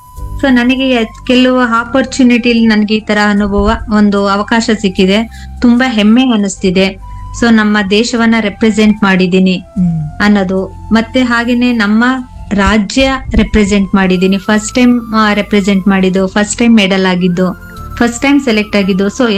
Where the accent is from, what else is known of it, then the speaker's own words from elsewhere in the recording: Karnataka, India; 1-7 ನಾನು ಕಂಚುಗಾರ ಕಪ್ಪಲಲ್ಲಿ ಓದಿದ್ದು, 7th PU ನಮ್ಮ ಊರಿನ ಪಕ್ಕ 4 kilometre Kesthur ಕಪ್ಪಲು. Next 2 degree ಇನ್ನಾಗ KR ನಗರದಲ್ಲೇ ಮಾಡಿದ್ದು.